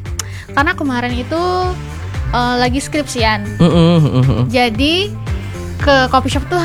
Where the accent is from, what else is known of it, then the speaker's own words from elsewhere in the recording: Ngabang, West Kalimantan, Indonesia; moved away as an adult; Asalnya dari Kabupaten Landak, tepatnya di Ngabang.